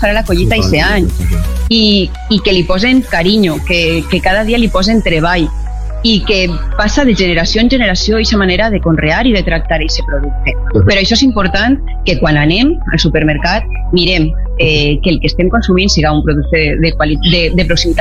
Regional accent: Rafelguaraf, Valencian Community, Spain; és posar en valor també el que som, uh-huh, els valencians i les valencianes, i el que som les persones de Rafelguara.

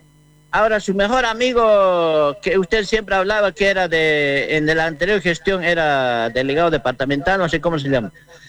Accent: San Julián, Santa Cruz, Bolivia; Y me dice, pues oiga, ¿de dónde es? Le dije, soy de San Julián.

